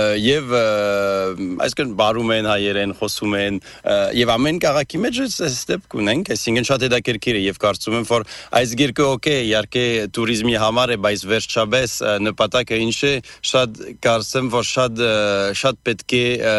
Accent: France; Հետո մտածել եմ, եթե միայն որպես ֆրանսիացի, ես ֆրանսահայ եմ

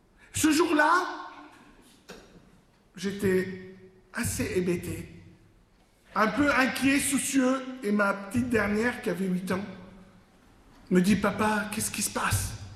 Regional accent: Lebanon; moved away; moi qui avais grandi dans un pays qui était en pleine guerre. Je suis Libanais d'origine, je vivais dans un pays qui était en guerre civile.

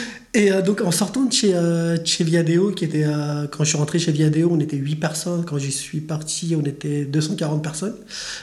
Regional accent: Île-de-France, France; moved away as an adult; now in Boulogne-sur-Gesse, France; moi, je suis originaire de l'Île-de-France.

